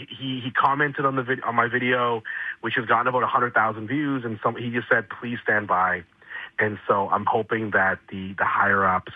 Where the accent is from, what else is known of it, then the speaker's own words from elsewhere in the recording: Calgary, Alberta, Canada; growing up in the Northeast in the 90s and 2000s